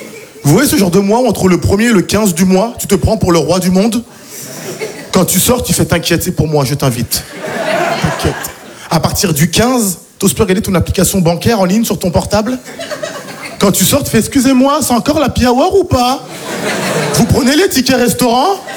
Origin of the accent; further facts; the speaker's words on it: Haiti; now in France; Vous savez, je suis haïtien d'origine et je me rends compte que l'argent, c'est très subjectif.